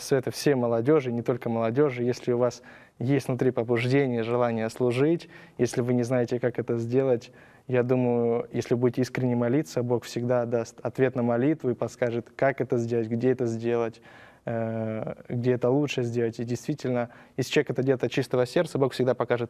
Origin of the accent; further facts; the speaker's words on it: Ukraine; now in Argentina; Нет, я сам с Украины.